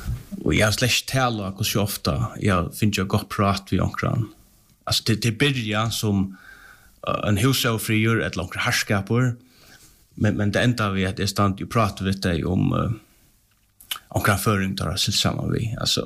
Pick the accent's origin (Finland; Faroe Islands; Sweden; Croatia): Faroe Islands; att det kan gå upp för dem att jag är föringar, jag är inte danskar.